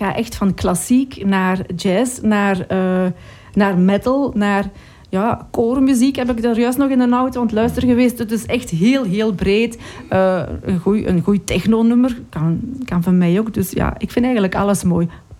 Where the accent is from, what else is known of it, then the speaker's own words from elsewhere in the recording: Meerhout, Flanders, Belgium; accent: Kempen; Ik kom uit de Kempen, je zult dat wel horen, uit Meerhout. Dat is niet ver van hier.